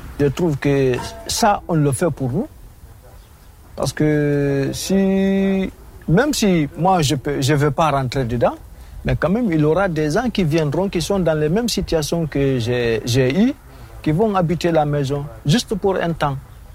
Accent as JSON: {"language": "French", "country": "Guinea", "said": "Je viens de Guinée-Conakry."}